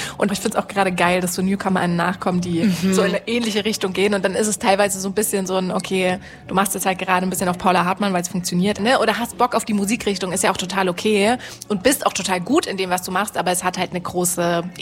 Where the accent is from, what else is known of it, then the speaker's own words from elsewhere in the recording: Switzerland; ich komme ja auch aus der Schweiz und da kommen auch gerade so geile auch weibliche Künstlerinnen nach und so.